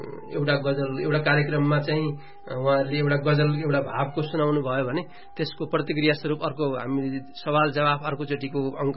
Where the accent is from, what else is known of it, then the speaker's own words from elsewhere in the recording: Lumbini Province, Nepal; गुल्मी जिल्लामा मगर भाषा बोलिन्छ भने त्यहाँ मात्रै बोलिन्छ गुल्मी जिल्लाभरिमा मगर भाषा बोल्ने वक्ताहरू मेरो गाउँमा छन् एकसिङ भन्ने ठाउँ हो